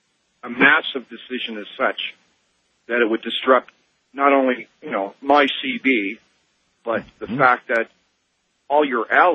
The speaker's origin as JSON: {"language": "English", "country": "Canada", "said": "I'm Canadian."}